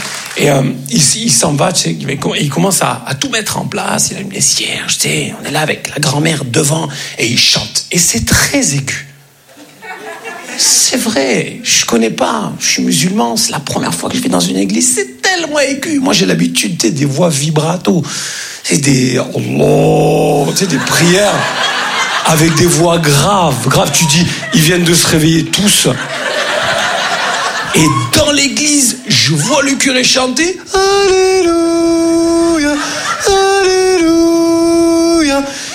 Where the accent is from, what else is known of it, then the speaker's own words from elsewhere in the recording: Grand Est, France; Comme on dit chez nous, en Lorraine.